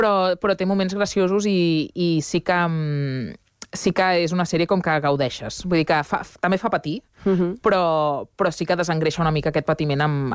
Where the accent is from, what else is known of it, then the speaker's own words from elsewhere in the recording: Barcelona, Catalonia, Spain; jo sóc molt barcelonina i de vegades peco una mica de centralisme